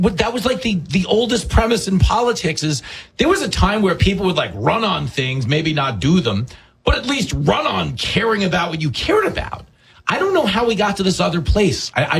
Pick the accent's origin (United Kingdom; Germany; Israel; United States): United States; Levittown, New York; also born or lived in Long Island; I grew up in America. I'm 49 years old. Okay, I grew up in Levittown. We have a Levittown, PA. I grew up in Levittown, Long Island. Very similar. Suburban, hardscrabble.